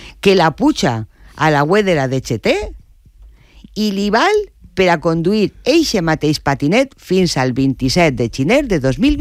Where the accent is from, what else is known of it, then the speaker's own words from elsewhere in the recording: Valencia, Valencian Community, Spain; jo sóc de Benimaclet